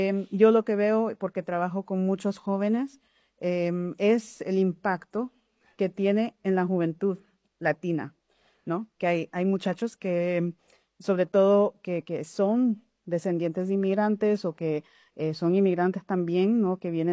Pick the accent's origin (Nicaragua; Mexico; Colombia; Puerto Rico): Nicaragua; moved away; La verdad es que como nicaragüense, como migrante, yo espero mucho del país donde mis padres me trajeron para soñar